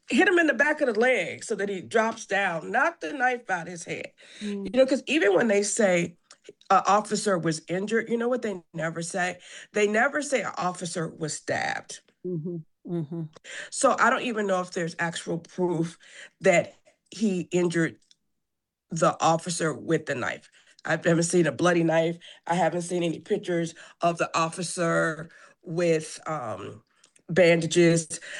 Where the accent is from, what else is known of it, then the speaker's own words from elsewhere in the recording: Madison, Wisconsin, United States; I grew up in Madison. I've been here since 1971 and grew up really in a different Madison than we see today.